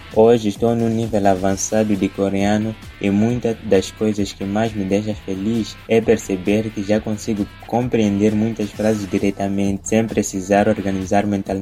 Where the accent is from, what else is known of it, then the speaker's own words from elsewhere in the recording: Beira, Sofala, Mozambique; moved away as an adult; now in Seoul, South Korea; Sou moçambicano, natural da Beira e atualmente encontro-me na Coreia do Sul, onde estudo Engenharia Mecânica na Chungang University.